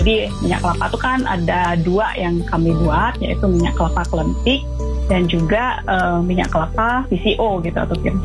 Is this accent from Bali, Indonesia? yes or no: yes; Bali, Indonesia; karena saya kan orang Bali gitu ya.